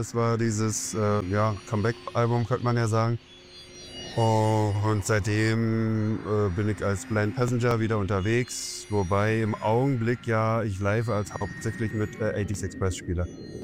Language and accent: German; Zossen, Brandenburg, Germany; Also gebürtig in Zossen, das ist im Südrand von Berlin. Gebürtiger Ostrand-Berliner sozusagen. Aber bin in der DDR aufgewachsen, ja.